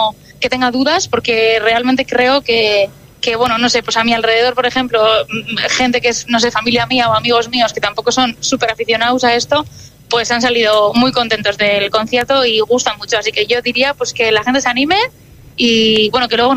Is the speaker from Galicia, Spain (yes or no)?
no; Durango, Basque Country, Spain; first language Basque; Spanish is a second language; hemos tocado en Durango, en mi pueblo